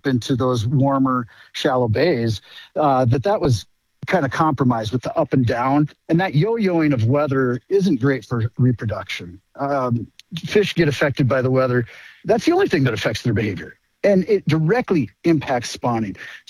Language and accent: English; Nevis, Minnesota, United States; I grew up on Lake Beltane in Nevis, and I remember having to let out line on the shoreline